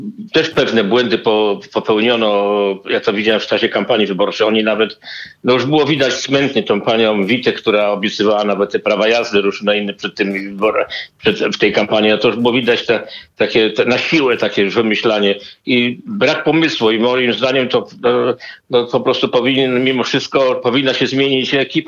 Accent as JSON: {"language": "Polish", "region": "Greater Poland Voivodeship", "country": "Poland", "said": "jak kuzyn mojej mamy przebadał to nawet od 1600 któregoś roku w okolicach Poznania, także jestem stąd, także naprawdę mogę, mam takie odczucie."}